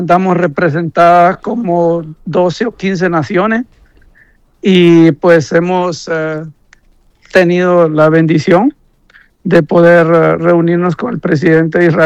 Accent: Honduras; para nosotros como pueblo hondureño

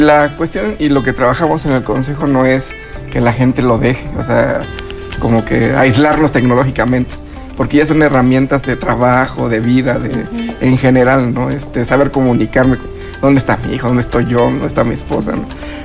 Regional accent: Pedro Escobedo, Querétaro, Mexico; Yo soy del municipio de Pedro Escobedo.

